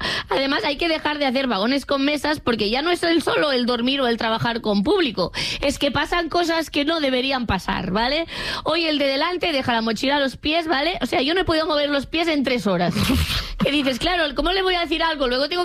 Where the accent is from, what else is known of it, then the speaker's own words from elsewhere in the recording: Catalonia, Spain; y como persona catalana esto me